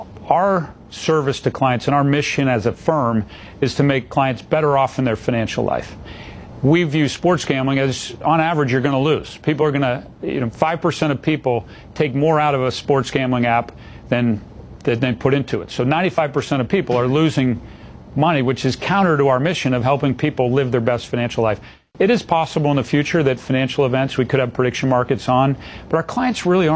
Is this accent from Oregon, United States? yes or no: no; Boston, Massachusetts, United States; I grew up in the Boston, Massachusetts area.